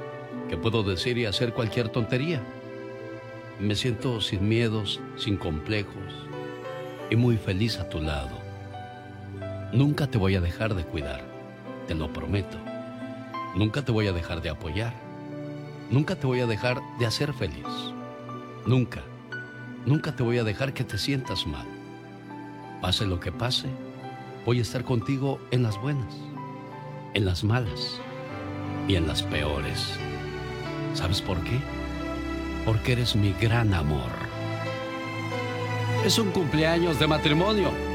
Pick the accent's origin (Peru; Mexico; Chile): Mexico; nosotros como buenos mexicanos vamos a aguantar a base de nuestro trabajo y esfuerzo.